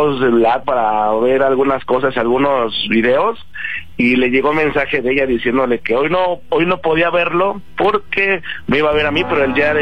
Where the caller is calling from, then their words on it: Mexico City, Mexico; De aquí, de la Ciudad de México, y pues tengo 30 años.